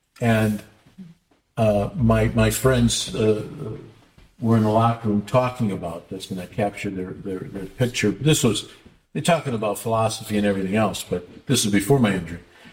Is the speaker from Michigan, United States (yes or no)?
yes; Detroit, Michigan, United States; I grew up in Detroit.